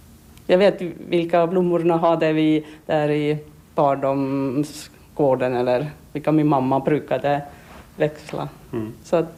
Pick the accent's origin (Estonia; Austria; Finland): Estonia; Tallinn, Harju County; now in Sweden